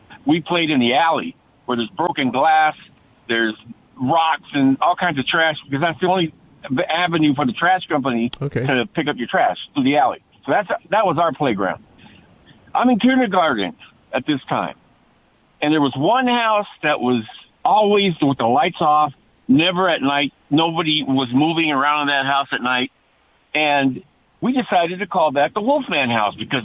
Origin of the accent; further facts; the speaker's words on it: Chicago, Illinois, United States; moved away; I grew up in Chicago, in the south side of Chicago.